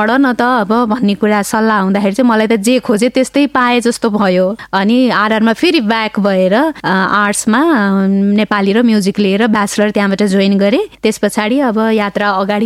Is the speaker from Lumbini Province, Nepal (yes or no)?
yes; Devdaha, Lumbini Province, Nepal; moved away as an adult; also born or lived in Butwal; now in Kathmandu, Nepal; मेरो जन्म चाहिँ देवदह रूपन्देहीमा भयो, बाल्य अवस्था पनि त्यहीँ बित्यो, मेरो पढाइ प्लस टू लेभलसम्म त्यहीँ भयो। त्यस पश्चात चाहिँ म पढाइकै लागि मेरो दिदीहरू यतै हुनुहुन्थ्यो काठमाडौँमै, यतै पढौँ भनेर यतै आइयो।